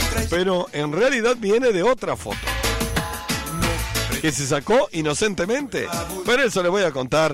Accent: Paysandú, Uruguay; born there; now in Toledo, Uruguay; A ver, Ariel, si bien vivo en Toledo, soy nacido en Paysandú. Y de niña, escuchen esto, escuchaba a los adultos hablar de ese tipo de avistamientos.

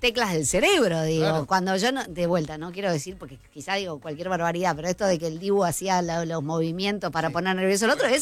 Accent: Argentina; la vida es más compleja que somos todos argentinos.

